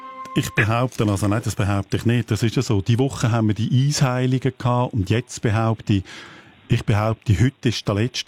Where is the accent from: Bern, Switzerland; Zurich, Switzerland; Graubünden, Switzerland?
Graubünden, Switzerland; accent: Bündner dialect; geht es um Gucci, so sagt man im Bündnerland. Auch an einem Sofa, an einer Couch, so würde ich es in meinem Dialekt sagen. Ein Sofa, ein kleines Sofa ist im Bündnerland auch ein Gucci.